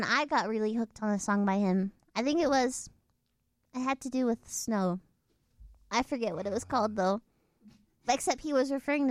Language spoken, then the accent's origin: English; Rhode Island, United States; now in Florida, United States; And you guys know I'm from Rhode Island?